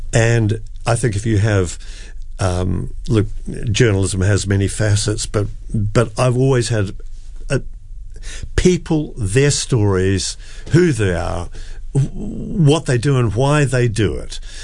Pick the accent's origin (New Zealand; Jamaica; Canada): New Zealand; as a New Zealander.